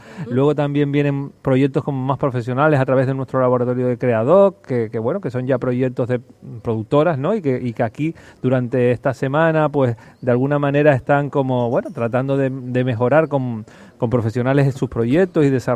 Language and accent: Spanish; Canary Islands, Spain; sobre todo en un territorio como el nuestro, como Canarias